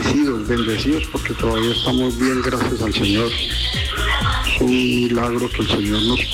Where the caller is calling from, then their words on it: Pereira, Risaralda, Colombia; Mi pueblito quedó destruido, Pereira. Yo soy pereirano.